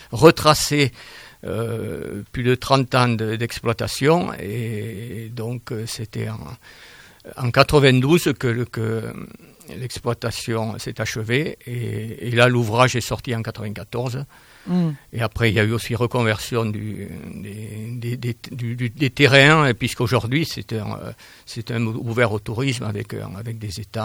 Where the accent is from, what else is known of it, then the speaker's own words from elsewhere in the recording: Hermes, Nouvelle-Aquitaine, France; born there; moved away; je suis revenu, je suis pas toujours resté, mais je suis revenu, où je suis né, à Hermes.